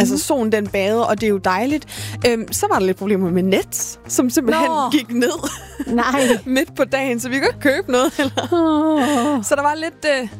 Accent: Esbjerg, Region of Southern Denmark, Denmark; Jeg er jo fra Esbjerg

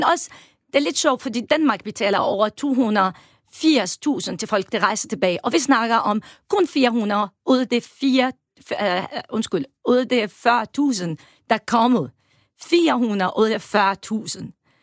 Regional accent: Homs, Homs Governorate, Syria; Danish is a second language; now in Denmark; Jeg kommer fra Homs

